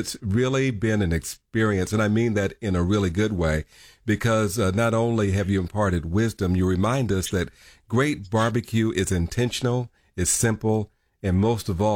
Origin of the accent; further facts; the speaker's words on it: Kansas City, United States; Growing up in Kansas